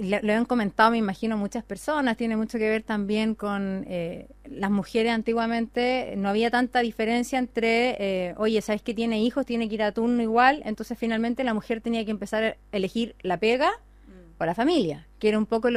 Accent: Concepción, Biobío, Chile; moved away as an adult; now in Santiago, Chile; yo la verdad que soy de Concepción

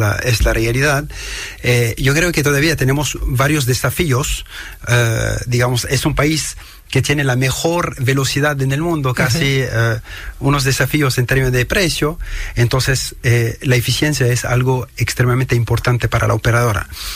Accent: France; also born or lived in Lebanon / United States / Paraguay / Bolivia; Yo nací en el Líbano.

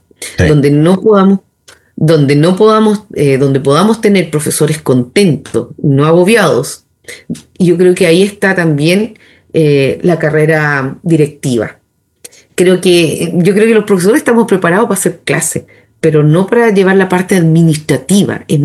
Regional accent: Chile

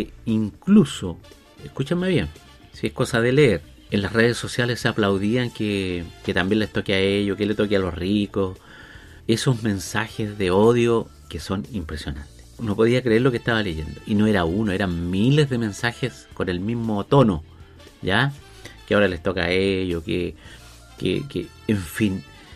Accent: Chile; la mentalidad que tenemos nosotros como chilenos

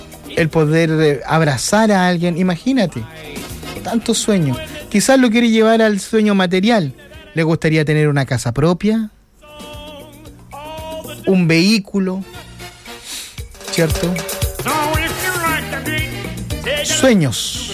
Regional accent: San Carlos, Ñuble, Chile; Son de San Carlos, mi tierra natal, sí.

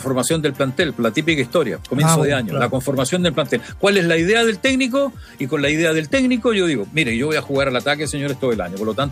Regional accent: Concepción, Biobío, Chile; Impensado para nosotros, siendo penquistas

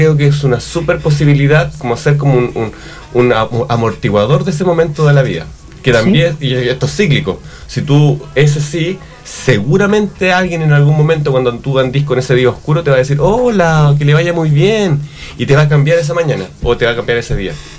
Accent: Germany; Spanish is a second language; Solo soy alemana y tengo este tono.

